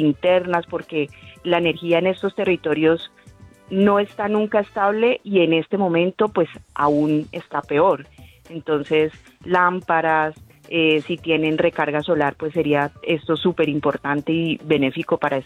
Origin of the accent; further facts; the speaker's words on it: Cali, Valle del Cauca, Colombia; tenemos que seguirnos moviendo como caleños, como vallecaucanos y como colombianos